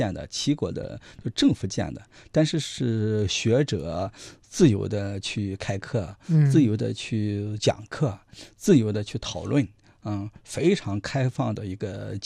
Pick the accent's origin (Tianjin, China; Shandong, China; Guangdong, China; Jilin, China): Shandong, China; 它对中国历史的发展非常非常之重要，而且离我的老家很近啊。